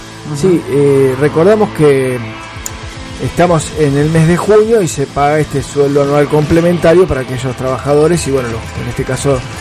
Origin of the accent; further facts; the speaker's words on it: Santa Fe, Argentina; como santafesinos podamos tener la ciudad completa.